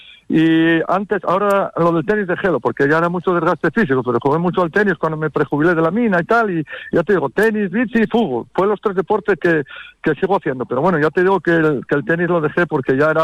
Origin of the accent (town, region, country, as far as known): Turón, Asturias, Spain